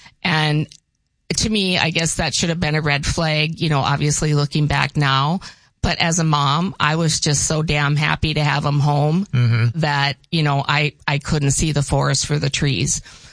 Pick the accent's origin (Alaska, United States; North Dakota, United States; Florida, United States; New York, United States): North Dakota, United States; Grand Forks; I'm from Grand Forks here.